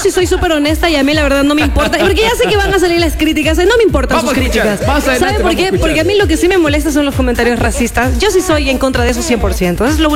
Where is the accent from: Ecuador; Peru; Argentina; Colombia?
Ecuador; Qué horrible que yo me sentí siendo ecuatoriana